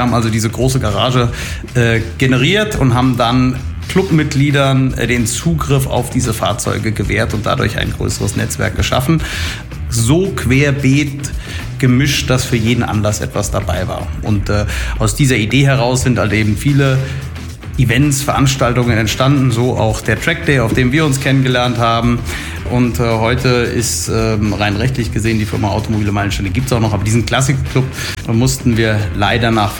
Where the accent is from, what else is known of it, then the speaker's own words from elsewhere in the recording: Bad Homburg, Hesse, Germany; born there; also born or lived in Northern Germany / Frankfurt; Habe als Dreijähriger an einem Kreisel in Bad Homburg gelebt.